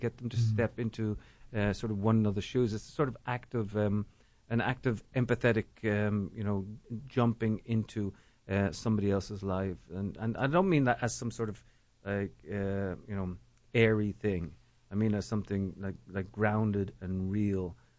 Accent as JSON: {"language": "English", "country": "Ireland", "moved": "as an adult", "lives_now": "United States", "said": "to this country over 30 years ago, and I came over to write a book. I came from Ireland originally"}